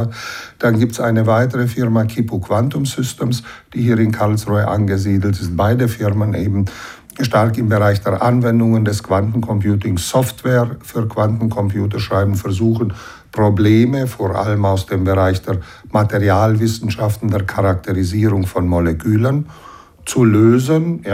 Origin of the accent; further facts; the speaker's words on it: Banat, Romania; first language German; moved away as an adult; now in Germany; Ich bin Deutscher, ja, in Rumänien. Ich komme aus dem Banat, das ist im westlichen Rumänien. Das war früher halt Teil der K&K-Monarchie gewesen und war eben mit Deutschen besiedelt gewesen.